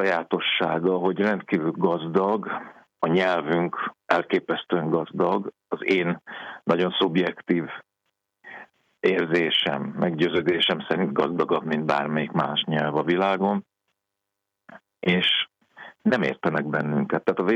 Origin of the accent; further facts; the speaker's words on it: Hungary; én elsősorban ember vagyok, magyar vagyok, apa vagyok